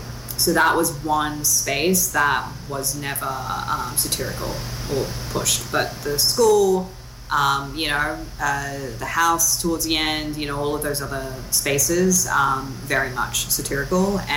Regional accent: Sydney, New South Wales, Australia; And it also made me think about when I was a teenager growing up in Sydney, And, you know, I think Australia's got a very complicated history.

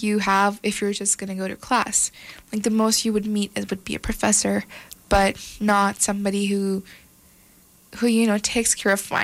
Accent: Winnipeg, Manitoba, Canada; Because I'm from Winnipeg, so Winnipeg is like way worse than Calgary

